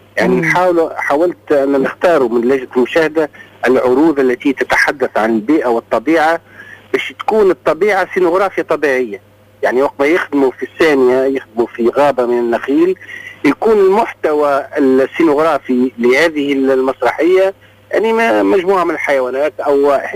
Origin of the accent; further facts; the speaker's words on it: southern Tunisia, Tunisia; moved away; أنا حتى رغم غربتي ترعرعت وكبرت في الجنوب التونسي وفي في هذه الأرض